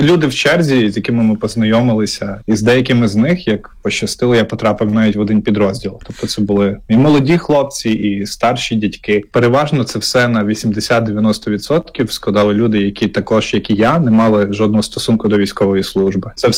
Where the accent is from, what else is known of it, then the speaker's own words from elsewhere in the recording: Lviv Oblast, Ukraine; я родом зі Сколівщини, Бойківський край, але я зрозумів, що потрібно зараз всім гуртуватися